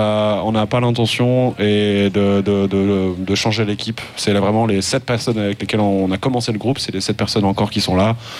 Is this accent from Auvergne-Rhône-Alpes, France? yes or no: yes; Le Monastier-sur-Gazeille, Auvergne-Rhône-Alpes, France; on a joué là où j'ai grandi, là où j'ai commencé la musique il y a 2 ans, je crois, au Festival du Monastier sur Gazeille, Festival des Cuivres dans le 43, en Haute-Loire.